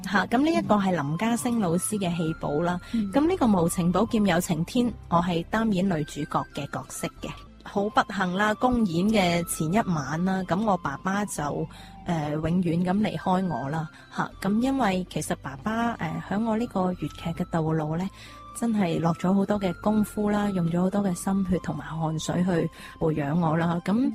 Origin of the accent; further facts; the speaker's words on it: Guangzhou, Guangdong, China; moved away; 我系广州人，爸爸喺广州走嘅